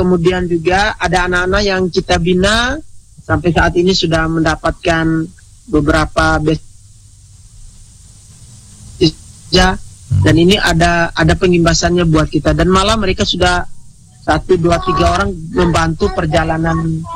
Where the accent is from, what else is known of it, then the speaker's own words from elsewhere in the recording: Ende Island, East Nusa Tenggara, Indonesia; sebagai anak Pulau Ende, pemuda Pulau Ende